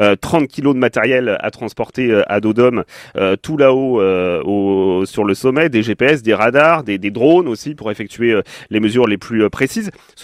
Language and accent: French; Auvergne-Rhône-Alpes, France; qui sont bien connus chez nous en Haute-Savoie.